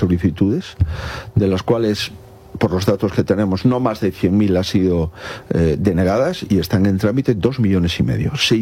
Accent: Spain

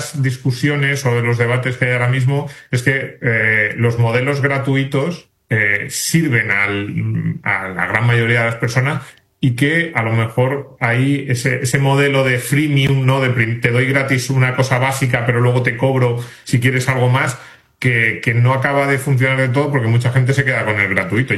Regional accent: Asturias, Spain; Me voy a quedar aquí en mi pueblo en Asturias, me voy a poner a plantar pepinos

